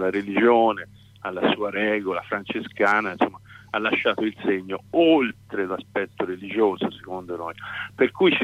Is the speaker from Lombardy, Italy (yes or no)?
no; Pescia, Tuscany, Italy; io e la mia signora, che siamo i presidenti, siamo di Pescia